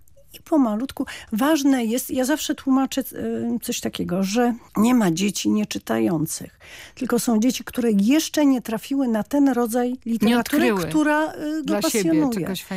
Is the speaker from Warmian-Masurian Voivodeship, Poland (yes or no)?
no; Wrocław, Lower Silesian Voivodeship, Poland; moved away; jestem rodowitą wrocławianką.